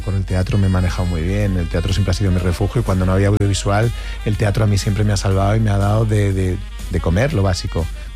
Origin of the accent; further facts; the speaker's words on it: Getafe, Community of Madrid, Spain; Yo vengo de Getafe.